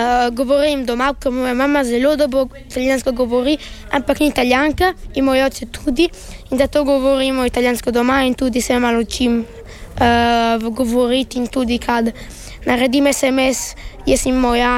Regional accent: Belgium; Slovenian is a second language; Ne, jaz sem edini iz Belgije, mislim.

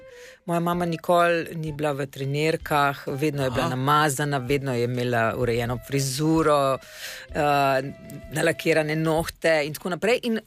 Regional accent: Ljubljana, Central Slovenia, Slovenia; mi smo iz Ljubljane.

